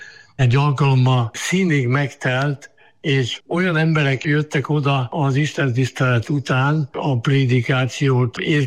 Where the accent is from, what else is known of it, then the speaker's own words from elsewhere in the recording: Lébény, Győr-Moson-Sopron, Hungary; born there; én lébényi születésű vagyok Győr megyében.